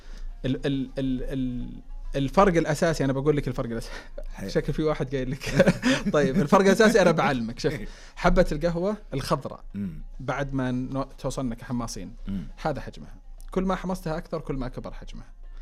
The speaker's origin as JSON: {"language": "Arabic", "country": "Saudi Arabia", "said": "نستهلكه كسعوديين"}